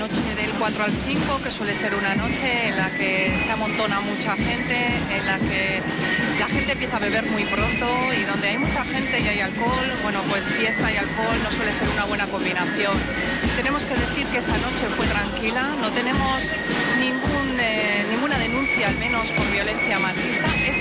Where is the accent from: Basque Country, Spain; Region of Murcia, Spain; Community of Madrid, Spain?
Basque Country, Spain; Vitoria-Gasteiz; born there; Soy vitoriana, nacida aquí y para mí es un orgullo estar aquí y además representar a mi ciudad.